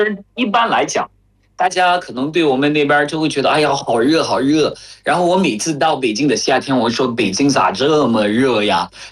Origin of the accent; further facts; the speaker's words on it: Cameroon; Chinese is a second language; now in Beijing, China; 以我的祖国为例的话，就是喀麦隆本身